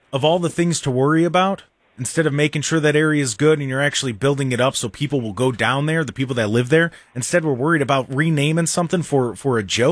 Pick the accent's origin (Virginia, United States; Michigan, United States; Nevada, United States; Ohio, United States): Ohio, United States; Cleveland; Growing up, I lived out in the boonies. I didn't care what was going on with y'all out here. But I live in the suburbs now, and I was born and raised in Cleveland.